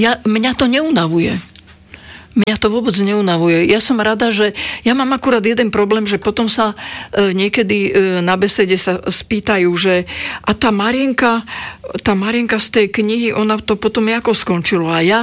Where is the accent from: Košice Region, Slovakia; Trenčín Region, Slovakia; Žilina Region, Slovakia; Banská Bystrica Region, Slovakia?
Trenčín Region, Slovakia; Považská Bystrica; born there; also born or lived in Púchov; now in Bratislava, Slovakia; Ja som sa narodila v Považskej Bystrici, potom som žila v Púchove a tu som 52 rokov.